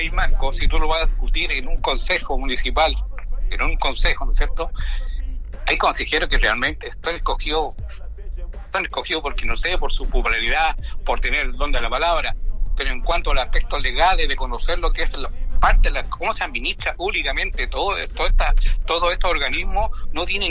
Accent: Chile; en mi Chile, en mi país

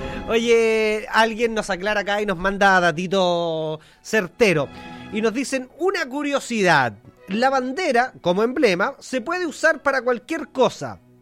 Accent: Chile

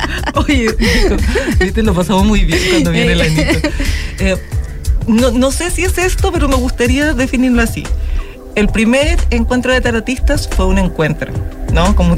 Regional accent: Antofagasta, Chile; also born or lived in Iquique; yo no nací en Antofagasta, pero yo pasé mi mayor parte de la infancia acá en Antofagasta y en Iquique.

